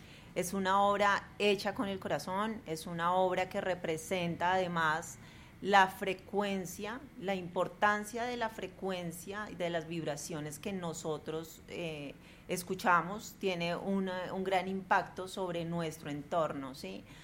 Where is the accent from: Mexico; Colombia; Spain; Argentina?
Colombia